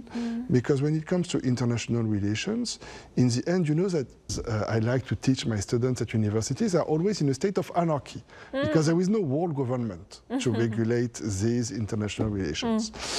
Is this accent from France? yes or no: yes; France; moved away; my home country in France